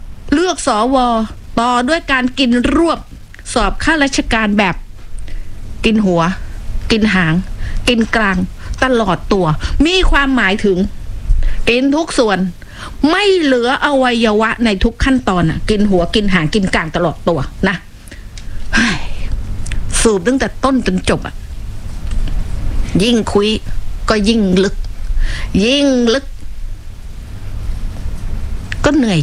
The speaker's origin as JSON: {"language": "Thai", "region": "Phuket", "country": "Thailand", "tie": "born or raised there", "said": "ดิฉันได้เกิดมาเป็นคนภูเก็ตโดยกำเนิดนะเกิดถนนดีบุก"}